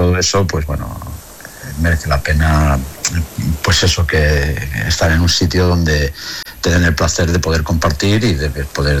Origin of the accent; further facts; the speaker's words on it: Castilla-La Mancha, Spain; moved away; yo soy de La Mancha, y en La Mancha, hasta que pude salir a ver el mar, claro, me costó